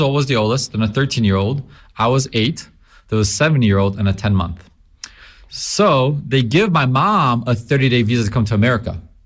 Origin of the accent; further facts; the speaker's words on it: Constanța, Constanța County, Romania; now in Ohio, United States; My dad grew up by the Romanian-Hungarian border. Okay. Satu Mare is the name of the city. We grew up all born in Constanța, which is by the Black Sea.